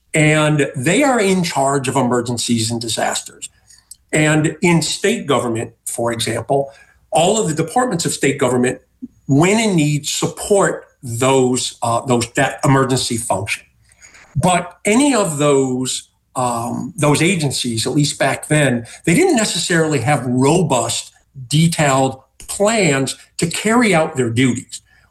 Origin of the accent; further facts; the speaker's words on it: Detroit, Michigan, United States; moved away as an adult; now in Louisiana, United States; I'm from Detroit. We never had evacuations there. But in 1997, just months after I got here